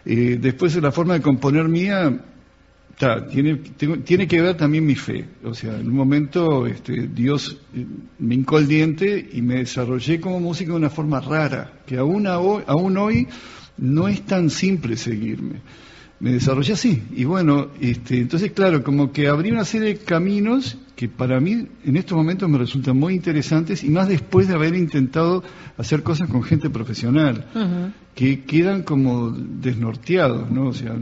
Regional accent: Montevideo, Uruguay; also born or lived in Mexico; Yo soy montevideano. Tengo pinta del interior, pero esa es una personalidad que me la dio México, más que nada.

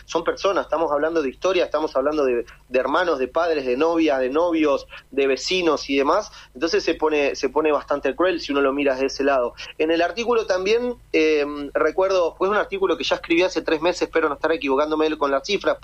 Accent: Argentina; Argentina, que es el país de donde soy y donde vivo

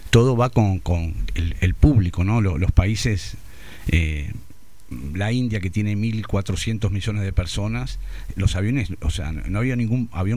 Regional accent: Montevideo, Uruguay; De Montevideo, sí, soy de Montevideo.

